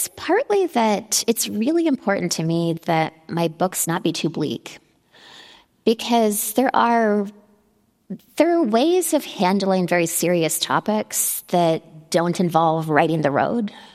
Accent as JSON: {"language": "English", "country": "Canada", "said": "I feel I'm Canadian."}